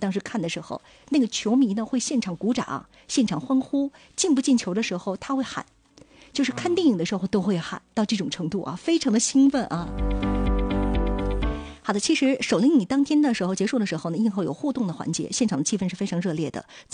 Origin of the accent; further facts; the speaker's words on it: Dalian, Liaoning, China; 这个就在我们的家乡，对不对啊？